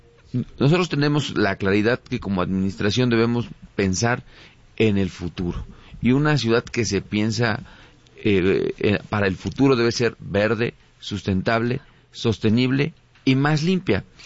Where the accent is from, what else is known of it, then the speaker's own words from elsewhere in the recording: Mexico; nosotros como mexicanos, claro. Mexicanas, nos gusta mucho el fútbol